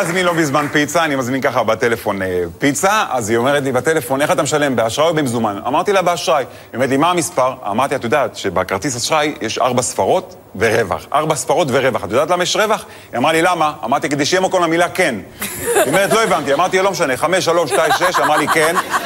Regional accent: Netanya, Central District, Israel; born or raised there

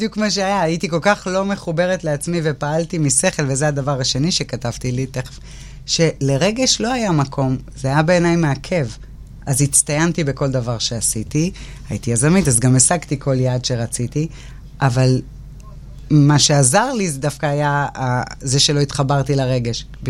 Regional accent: Tiberias, Northern District, Israel; כי גדלתי בטבריה, של שנות ה-80.

